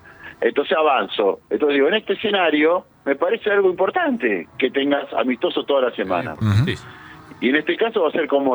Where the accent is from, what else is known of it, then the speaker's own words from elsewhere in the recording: Ecuador; Soy del Ecuador, continuo.